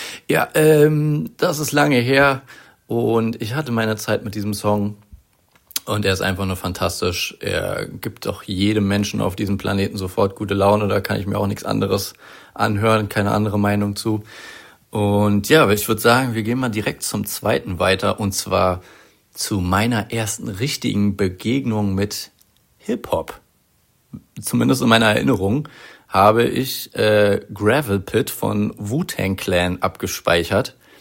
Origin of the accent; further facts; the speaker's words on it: Berlin, Germany; moved away; Ich komme ja ursprünglich aus Berlin, aber verrate es keinem.